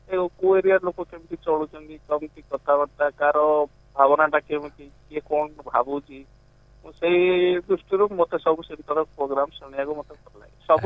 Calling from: Angul, Odisha, India; ଅନୁଗୁଳରୁ କହୁଥିଲି ସାର୍।

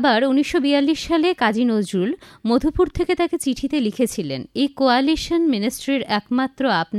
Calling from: Bahiri, West Bengal, India; আমাদের গ্রাম হচ্ছে বোলপুর থেকে 5 কিলোমিটার দূরে, বাহিরি বলে

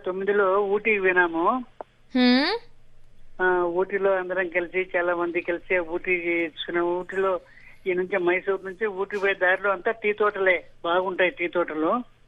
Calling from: Kadapa, Andhra Pradesh, India

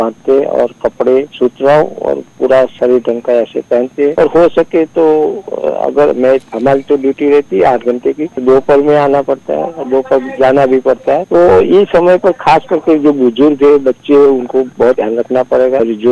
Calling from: Patan district, Gujarat, India; मेरे गांव का नाम डेर, तहसील जिला पाटन, गुजरात से।

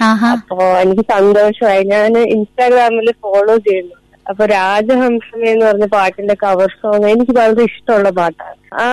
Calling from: Thiruvananthapuram, Kerala, India; ഞാൻ തിരുവനന്തപുരത്ത് നിന്നാണ്. കുമാരപുരം

